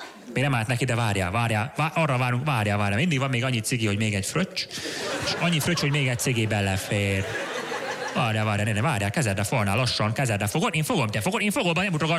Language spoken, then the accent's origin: Hungarian; Hungary; Ez a magyar népi sport, ebben nőttünk fel.